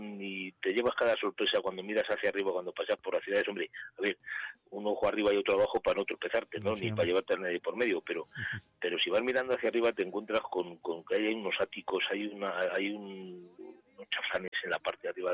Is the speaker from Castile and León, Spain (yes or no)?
yes; Gómara, Castile and León, Spain; los que somos de Gomara nos llaman los palilleros